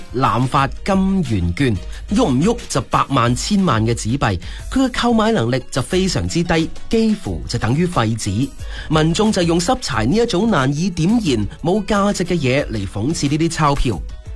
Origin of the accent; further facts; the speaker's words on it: Guangdong, China; 我哋广东人面对困难嗰阵刻入基因里面嘅生存智慧